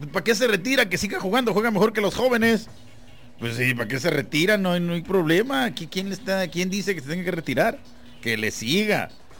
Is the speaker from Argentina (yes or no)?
no; Colombia; Mi pueblo natal, vamos, Colombia, usted debe ganar, amigo, usted colombiano.